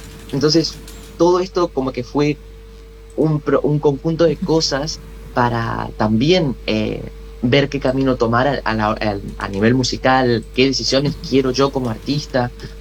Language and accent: Spanish; Corrientes, Argentina; soy de Corrientes